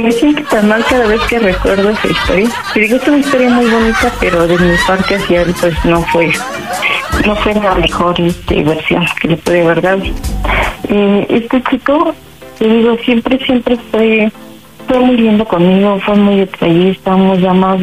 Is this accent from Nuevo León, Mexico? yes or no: no; Tecámac, State of Mexico, Mexico